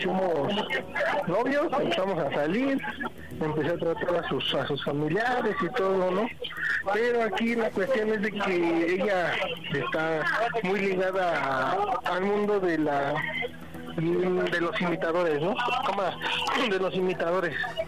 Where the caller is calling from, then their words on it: Venustiano Carranza, Mexico City, Mexico; aquí de la Venustiano Carranza.